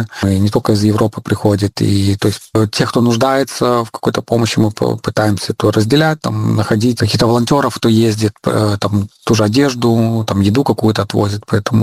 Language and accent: Russian; Belarus; now in Ukraine; но я белорус